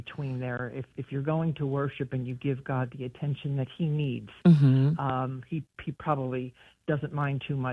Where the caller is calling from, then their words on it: North Wales, Pennsylvania, United States; I'm calling from North Wales, Pennsylvania.